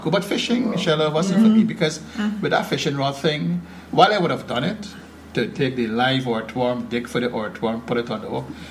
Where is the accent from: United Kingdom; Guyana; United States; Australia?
Guyana; in Petersall, where we grew up in Bajie Yard